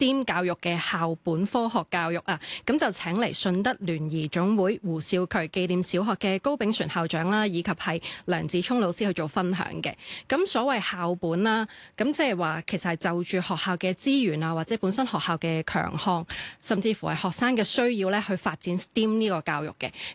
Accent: Hong Kong; 我哋其實香港人啦

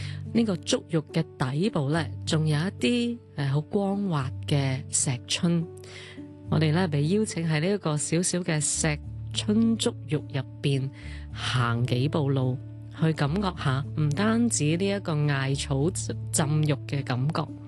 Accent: China; 主办方呢就准备咗一啲呢韩国特色嘅，好似我哋中国人嘅中药咁样呢，用一啲唔同嘅草本植物呢冲出嚟嘅茶。

